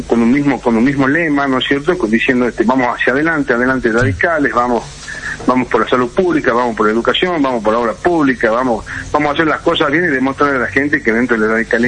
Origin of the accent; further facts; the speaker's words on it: Rosario de la Frontera, Salta, Argentina; yo soy del interior, yo soy de Rosario de la Frontera